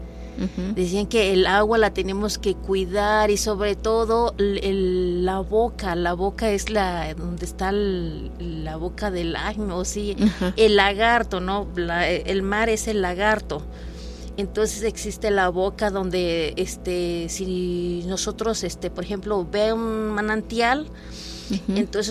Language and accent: Spanish; Palmital, Veracruz, Mexico; Entonces, uh-huh, yo soy de Palmital, pertenece. Sí. a Tantuyuca.